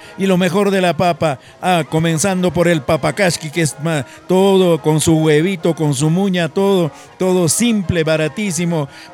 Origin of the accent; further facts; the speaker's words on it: Peru; ¡Qué grande es mi Perú!